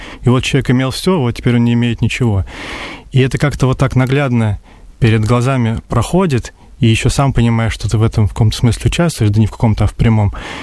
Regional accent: Tambov Oblast, Russia; Я сам из Тамбовской области, скажем так, с малых территорий, как сегодня таким термином выражают

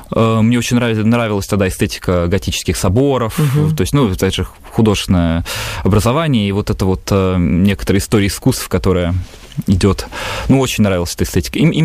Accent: Russia; born there; я же родился в России, я же родился тут

